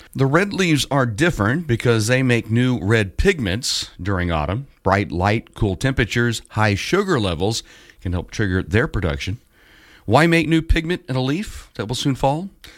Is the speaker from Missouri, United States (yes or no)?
yes; Missouri, United States; I grew up in Missouri, and forests and trees that covered up those old gravel roads would become gorgeous this time of year.